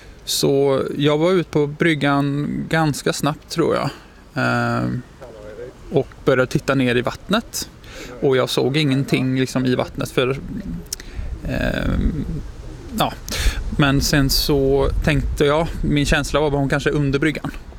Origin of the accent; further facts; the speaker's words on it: Bengtsfors, Västra Götaland County, Sweden; now in Mölndal, Sweden; Jag är ju från Bengtsfors från början.